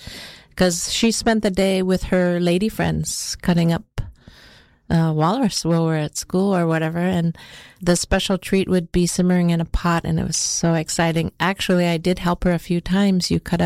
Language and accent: English; Utqiagvik, Alaska, United States; I grew up in the Arctic in Barrow, Utqiagvik, and I remember one of my fun memories coming home, running home from school.